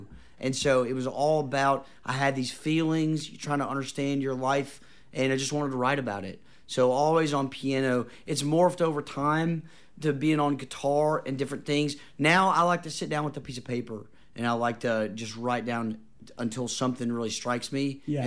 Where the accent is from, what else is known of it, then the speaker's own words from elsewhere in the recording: Morristown, Tennessee, United States; moved away; I grew up in Morristown. My dad worked in the furniture factories of East Tennessee